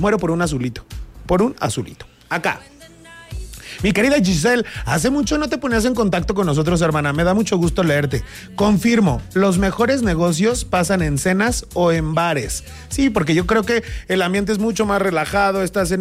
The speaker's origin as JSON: {"language": "Spanish", "region": "Mexico City", "country": "Mexico", "said": "Yo soy de allá, de la Ciudad de México, pero cada fin de semana me regreso para la ciudad."}